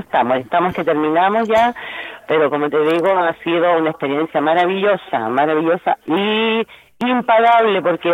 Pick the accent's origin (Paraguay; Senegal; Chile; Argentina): Chile; Santiago, Santiago Metropolitan Region; born there; now in Puyehue, Chile; Yo nací en Santiago